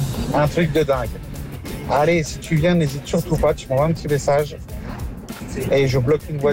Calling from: Annecy, Auvergne-Rhône-Alpes, France

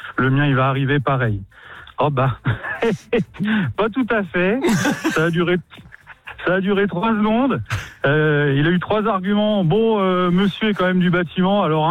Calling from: Orléans, Centre-Val de Loire, France; Alors moi, je suis sur Orléans.

